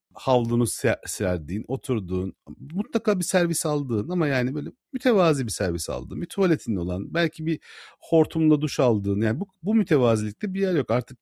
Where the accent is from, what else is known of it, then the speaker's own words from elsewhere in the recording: Istanbul, Turkey; İstanbulluyum dedim.